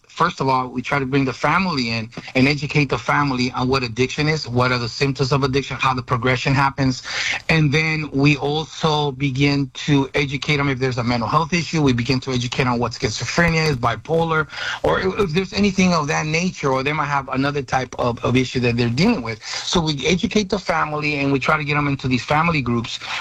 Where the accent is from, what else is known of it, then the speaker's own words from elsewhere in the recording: San Francisco, California, United States; I grew up in Potrero Hill in the Mission District.